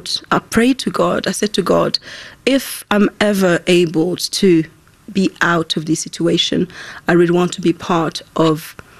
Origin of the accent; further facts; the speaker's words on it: Rwanda; English is a second language; I am from Rwanda. And I lived through the genocide, Ex-Tutsi, in 1994.